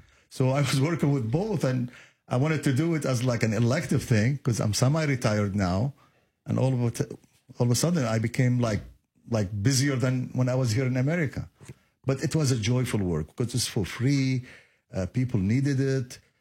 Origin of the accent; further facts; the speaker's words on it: Lebanon; also born or lived in Chicago / Springfield; now in Decatur, United States; Born and raised in Lebanon, and then from there came to Chicago.